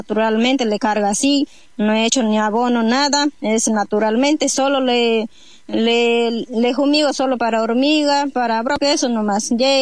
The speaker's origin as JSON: {"language": "Spanish", "town": "Lago Agrio", "region": "Sucumbíos", "country": "Ecuador", "moved": "yes", "said": "Yo soy quichua, soy del Lago Agrio."}